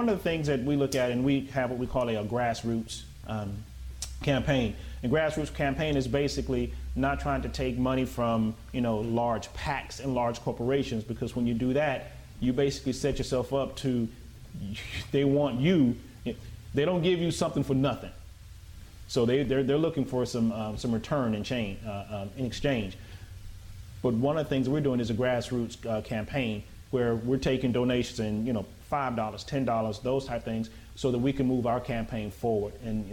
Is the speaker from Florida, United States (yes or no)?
yes; Florida, United States; I'm from Southwest Florida. I'm going to remain in Southwest Florida